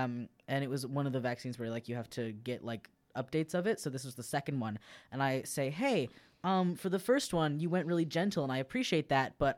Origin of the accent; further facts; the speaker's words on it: Canada; Because what else are you? I'm Canadian.